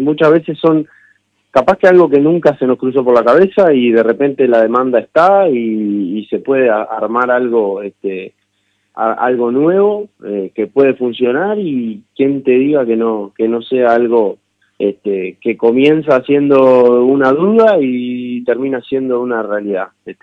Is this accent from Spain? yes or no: no; Uruguay; nosotros como uruguayos también somos bastante tradicionales